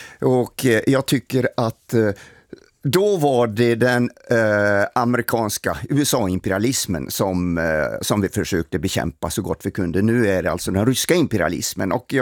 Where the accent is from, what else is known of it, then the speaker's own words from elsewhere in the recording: Sweden; och sa att jag är en svensk man som jag vill komma ner och delta i ert arbete.